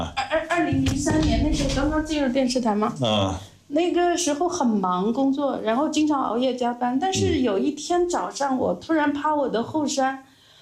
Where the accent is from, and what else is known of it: China